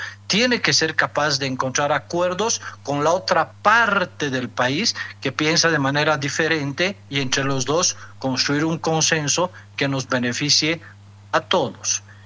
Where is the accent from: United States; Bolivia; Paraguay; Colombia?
Bolivia; somos todos los bolivianos